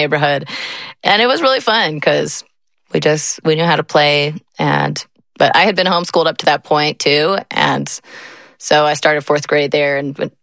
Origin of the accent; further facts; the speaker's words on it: Georgia, United States; born there; moved away as an adult; also born or lived in Pleasant Grove, Utah; now in Decatur, Illinois, United States; And we lived there until I was 9. And then my family moved to Atlanta, just outside of Atlanta. We have a huge family. I'm number 4 of 11.